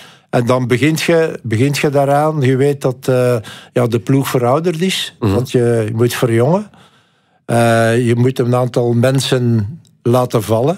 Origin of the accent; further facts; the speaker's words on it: Belgium; dan kom je daar als Belg